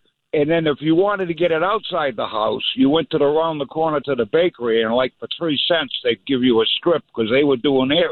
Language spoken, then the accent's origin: English; Providence, Rhode Island, United States; now in East Providence, United States; I grew up in Federal Heights, what is Federal Hill today